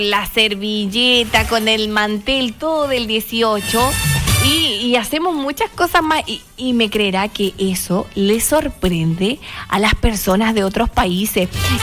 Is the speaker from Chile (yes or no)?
yes; Chile